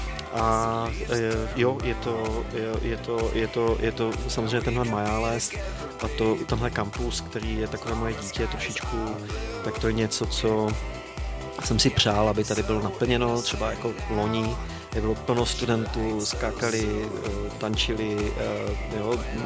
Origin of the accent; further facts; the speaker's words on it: Ostrava, Moravian-Silesian Region, Czechia; jsem studoval vlastně na Ostravské univerzitě, jsem z Ostravy